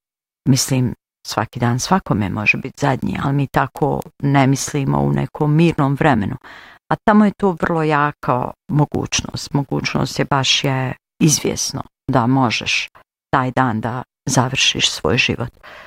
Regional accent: Hotonj, Federation of Bosnia and Herzegovina, Bosnia & Herzegovina; I onda meni je, iz Hotonja sam bila ja, jedna apotekarka, koje smo išli do grada na posao.

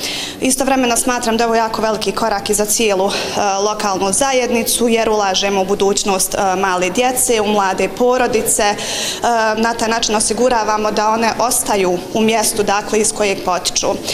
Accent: Puračić, Federation of Bosnia and Herzegovina, Bosnia & Herzegovina; Rođena sam ovdje u Puračiću i odrasla u Puračiću, udala se u Puračić

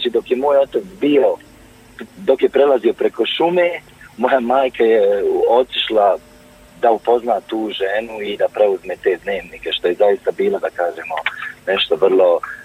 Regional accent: Srebrenica, Republika Srpska, Bosnia & Herzegovina; moved away; mi smo otišli iz Srebrenice 93. godine, prije na 7 dana nego što će Srebrenica postati zaštićena zona UN-a

